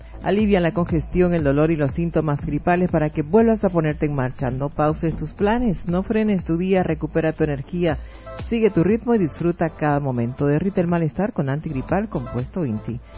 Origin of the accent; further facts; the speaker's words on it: Trinidad, Beni, Bolivia; yo te doy 48 horas y te espero en mi pueblo, en Trinidad.